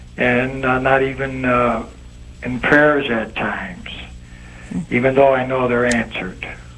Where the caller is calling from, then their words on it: Buffalo, New York, United States; Buffalo, New York.